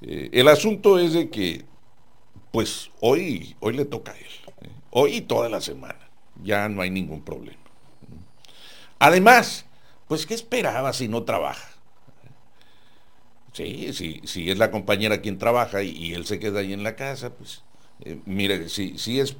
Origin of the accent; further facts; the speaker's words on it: Mexico; quienes nos sentimos muy arraigados en el sentido de la mexicanidad